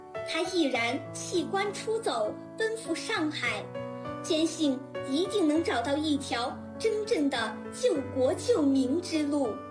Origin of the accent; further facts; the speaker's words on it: Xuanhan, Sichuan, China; 现在在我的家乡达州市宣汉县城巴山红军公园建立了王维州纪念馆